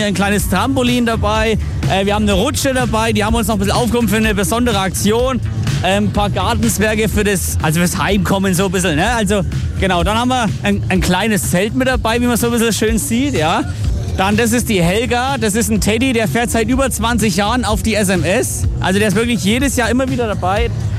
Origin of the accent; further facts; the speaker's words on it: Bavaria, Germany; Wir kommen aus dem Landkreis Hof.